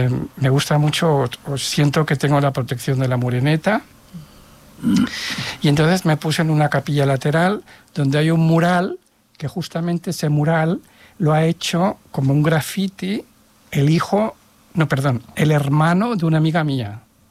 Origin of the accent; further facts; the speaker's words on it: Catalonia, Spain; born there; yo nací en el Valle Brón con mi hermano mellizo y nos bautizaron allí porque se pensaban que nos moríamos.